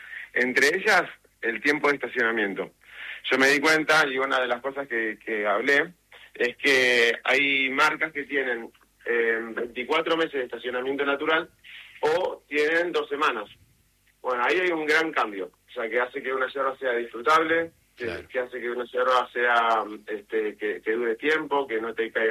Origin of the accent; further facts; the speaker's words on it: Buenos Aires, Argentina; Soy una persona de Capital Federal.